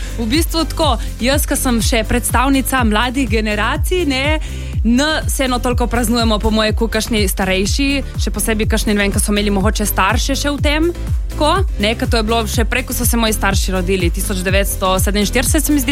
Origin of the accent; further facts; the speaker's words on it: Primorska, Slovenia; Jaz sem iz okolice Nove Horice, med Ajdošno in Horico. To je zame Primorska.